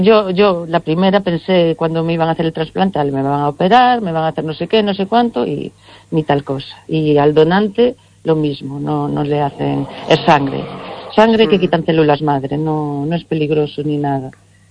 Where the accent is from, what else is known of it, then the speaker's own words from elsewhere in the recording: Cortegada, Galicia, Spain; En Cortegada queremos hacer algo, en mi pueblo, y estamos así, pensando cositas